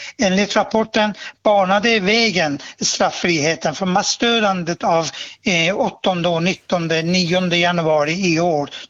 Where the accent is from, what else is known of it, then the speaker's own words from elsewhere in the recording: Iran; och jag kommer ursprungligen från Iran, och det är därför jag lägger allt min kraft och energi för att få stopp för det här eländet i den där diktaturlandet Iran.